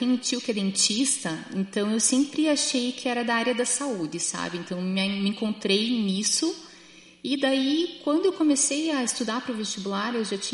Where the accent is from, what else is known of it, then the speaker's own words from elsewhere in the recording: Curitiba, Paraná, Brazil; Curitibana, sempre aqui.